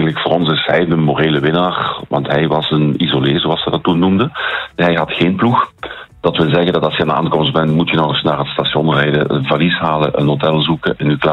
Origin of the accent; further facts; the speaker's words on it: Voeren, Flanders, Belgium; dat ze dat bij ons in Voeren kunnen komen spelen.